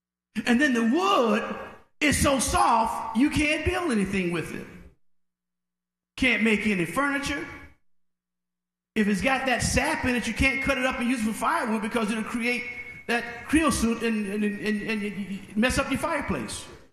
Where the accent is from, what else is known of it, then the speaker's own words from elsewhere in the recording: Mill Branch, United States; growing up in Mill Branch, growing up in the country, we were surrounded by trees